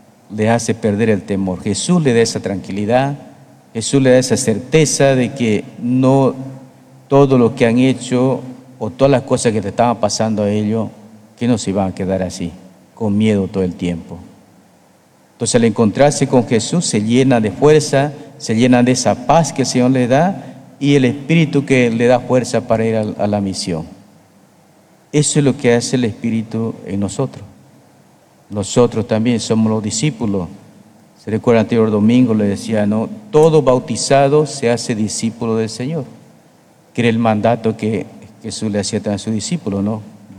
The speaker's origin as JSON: {"language": "Spanish", "country": "Bolivia", "said": "Queremos vivir como bolivianos que somos"}